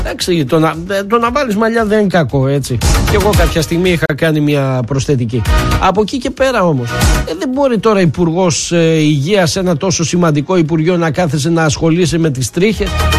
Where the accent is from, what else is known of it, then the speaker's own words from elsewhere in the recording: Greece; Δεν αποδεικνύουμε και ιδιαίτερα ότι είμαστε Έλληνες.